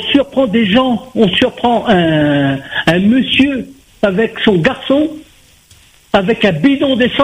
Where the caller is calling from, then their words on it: Paris, Île-de-France, France; moi, je suis sur Paris, mais j'étais en vacances du côté des Pyrénées